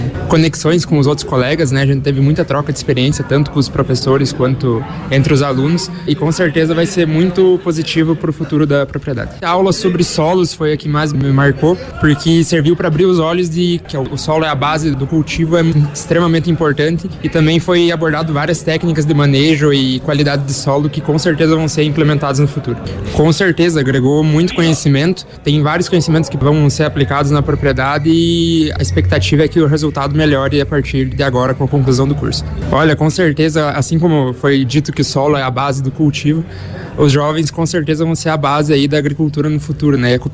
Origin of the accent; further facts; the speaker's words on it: Água Santa, Rio Grande do Sul, Brazil; sou aqui da cidade de Água Santa.